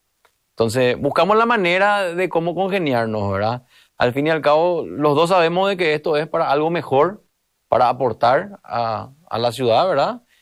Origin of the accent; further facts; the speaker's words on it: Asunción, Paraguay; yo soy de sajoniero hasta los 14 años. Yo me crié en Sajonia, en la República de Sajonia. Vivía detrás de la seccional 21. O sea, conozco la seccional desde que soy chiquitito por eso. Yo jugaba fútbol en la seccional.